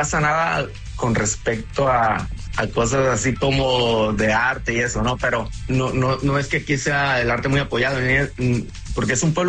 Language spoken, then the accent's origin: Spanish; Mexico; Nosotros como mexicanos, ¿no? En especial la gente que viene como inmigrante.